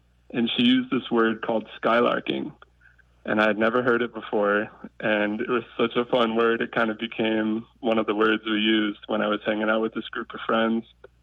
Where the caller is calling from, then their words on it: Nantucket, Massachusetts, United States; I'm calling in from Nantucket Island, Massachusetts.